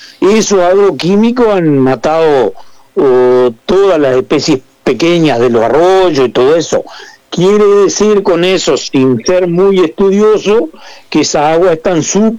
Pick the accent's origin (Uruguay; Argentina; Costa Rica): Uruguay; Los dueños somos todos los uruguayos.